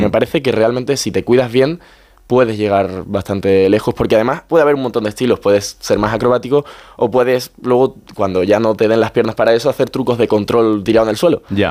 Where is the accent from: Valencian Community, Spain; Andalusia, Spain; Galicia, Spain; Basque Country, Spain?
Andalusia, Spain; Seville; now in Madrid, Spain; Yo, por ejemplo, ahora voy a tener un alquiler en Madrid también, porque estoy todo el tiempo aquí, soy de Sevilla.